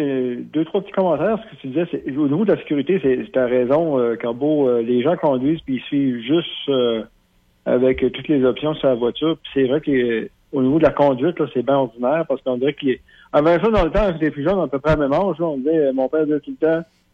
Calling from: the Maritimes, Canada; mais moi je viens des Maritimes

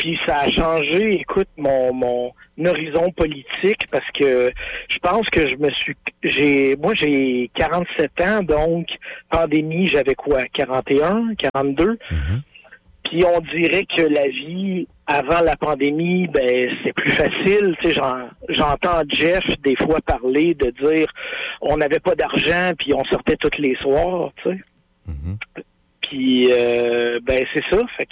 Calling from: Montreal, Quebec, Canada; je suis à Pointe-aux-Trembles en ce moment, assis sur mon balcon.

